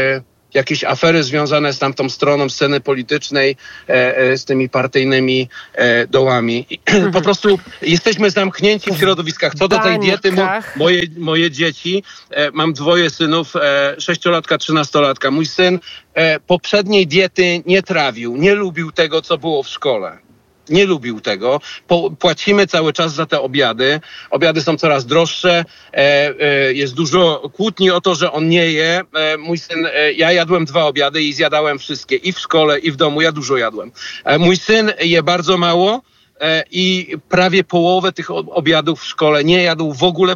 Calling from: Wrocław, Lower Silesian Voivodeship, Poland; My jesteśmy z Wrocławia, ze Śląska, z Katowic

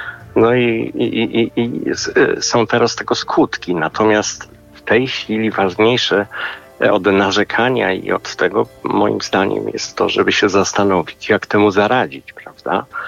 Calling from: Warsaw, Masovian Voivodeship, Poland; z Warszawy.

